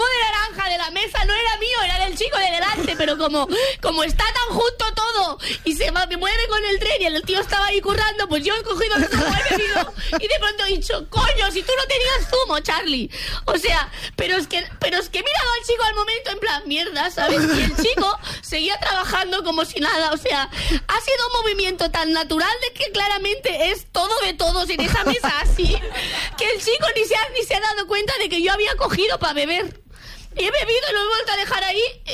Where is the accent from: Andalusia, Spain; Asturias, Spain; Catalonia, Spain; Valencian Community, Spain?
Catalonia, Spain; como persona catalana esto me